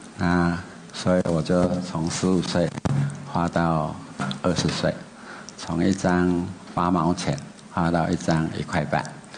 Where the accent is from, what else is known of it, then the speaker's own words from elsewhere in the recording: Taiwan; moved away as an adult; 35年前我在日本，第一个我是台湾人